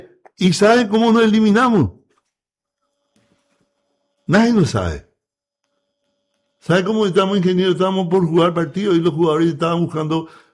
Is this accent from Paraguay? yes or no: yes; Paraguay; Nosotros los paraguayos